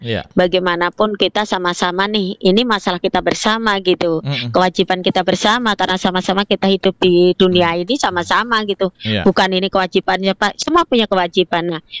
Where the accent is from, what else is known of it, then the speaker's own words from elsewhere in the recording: Sleman, Special Region of Yogyakarta, Indonesia; born there; bahwa kami lahir di Sleman ini, di daerah yang kasmen tangkapan airnya itu masih bagus.